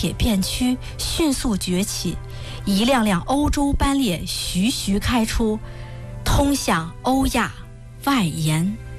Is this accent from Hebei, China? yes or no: yes; Shijiazhuang, Hebei, China; 我以石家庄儿女的名义向世界诉说这场传奇的蝶变